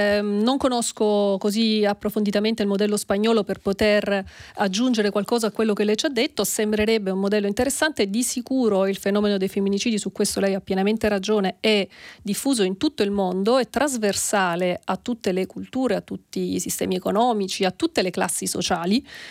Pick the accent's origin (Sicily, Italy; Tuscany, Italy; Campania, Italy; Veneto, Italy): Sicily, Italy; io da siciliana